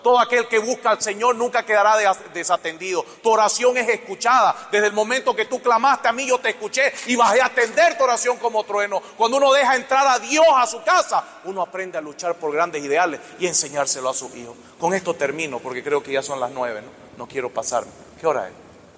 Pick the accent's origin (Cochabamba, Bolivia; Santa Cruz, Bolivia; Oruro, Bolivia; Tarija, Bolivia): Santa Cruz, Bolivia; Montero; yo nací en Guavirá, yo nací en Montero, yo soy de Montero.